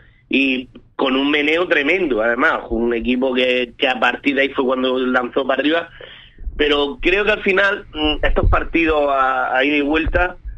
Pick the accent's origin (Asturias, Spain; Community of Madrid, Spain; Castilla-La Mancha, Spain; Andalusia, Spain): Andalusia, Spain; Almería; Aquí somos muy relajados